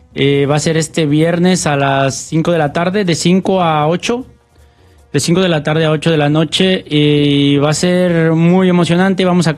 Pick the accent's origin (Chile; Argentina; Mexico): Mexico; Mexico City; now in Madison, United States; Desde que era un niño empecé de niño en la Ciudad de México y después emigré para acá, para Madison, Wisconsin